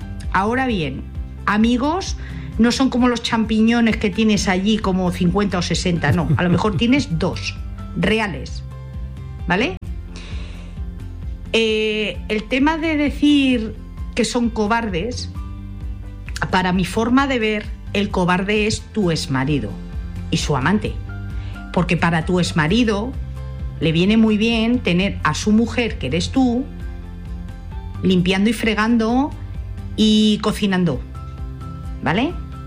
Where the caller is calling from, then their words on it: Madrid, Community of Madrid, Spain; de Madrid.